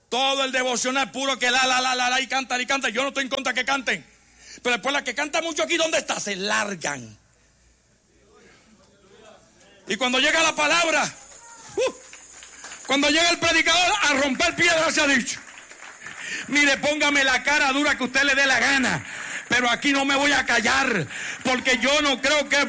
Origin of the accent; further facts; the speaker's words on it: Puerto Rico; Yo soy puertorriqueño, sopórteme.